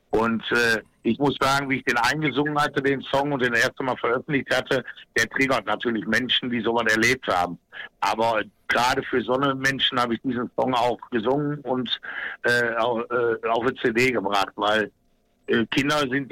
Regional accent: North Rhine-Westphalia, Germany; first language German

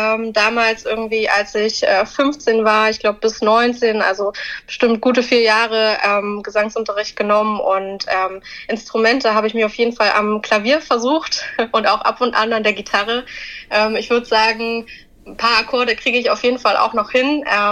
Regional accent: Brandenburg, Germany; moved away as an adult; now in Hamburg, Germany; ich bin 25 Jahre alt. Ich lebe in Hamburg, aber bin gebürtige Südbrandenburgerin, also genau genommen aus der Niederlausitz.

